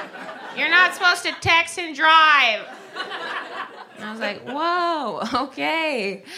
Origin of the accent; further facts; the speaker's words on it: Ohio, United States; Whenever I'm home in Ohio, I'm from Ohio, so...